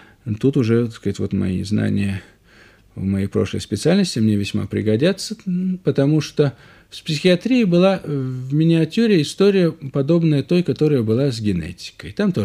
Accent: Saint Petersburg, Russia; я родился в Ленинграде, моя мать и бабушка родилась в Ленинграде с материнской стороны. Отец мой, правда, родился в Крыму, но в молодом возрасте приехал в Ленинград. И так что, конечно, действительно, я ленинградец и не мыслю себя совершенно в другом городе.

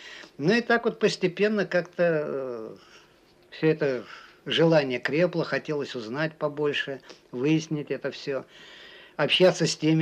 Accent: Saint Petersburg, Russia; родился я в Ленинграде и учился здесь, в Ленинграде, за исключением блокады. 5 мая 1945 года мы вернулись снова в город.

